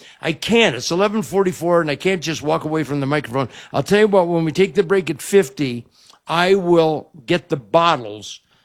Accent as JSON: {"language": "English", "town": "Pacific Palisades", "region": "California", "country": "United States", "tie": "born or raised there", "said": "And I grew up in Southern California. Pacific Palisades. We moved down closer to El Toro."}